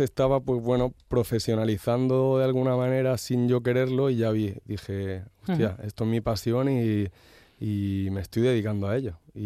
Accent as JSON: {"language": "Catalan", "town": "Vilanova del Camí", "region": "Catalonia", "country": "Spain", "said": "Soc d'un poble de Barcelona que és Vilanova del Camí, que no sé si algú sap on és, al costat de Montserrat. I la meva família és extremenya, Jaén, Múrcia..."}